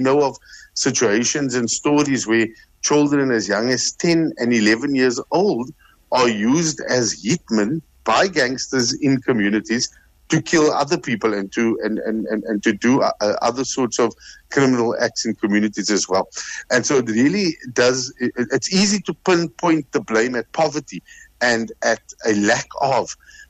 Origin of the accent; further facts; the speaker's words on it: Western Cape, South Africa; how I grew up in Bontville, and my parents worked. My mother worked, my father worked, and my grandmother worked at a factory in Epping called Kadima.